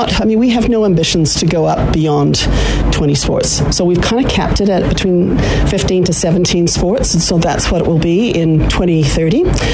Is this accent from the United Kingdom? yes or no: yes; Scotland, United Kingdom; born there; I was born in Scotland, brought up